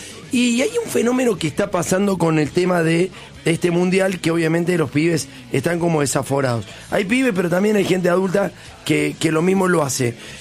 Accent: Argentina; Eso, lamentablemente, también somos los argentinos.

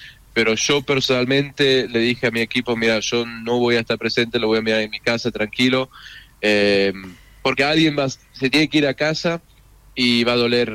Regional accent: Switzerland; yo nací acá, crecí acá en Suiza, nunca viví en Argentina, pero mis viejos me hicieron argentino.

